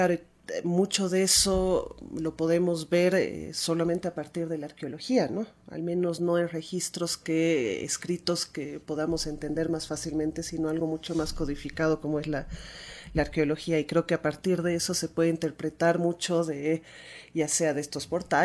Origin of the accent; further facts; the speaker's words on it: Quito, Pichincha, Ecuador; also born or lived in La Paz, Bolivia; Yo soy nacida en La Paz, en Bolivia, pero he crecido acá en Quito. Mi padre es ecuatoriano, entonces, y yo crecí acá en Quito.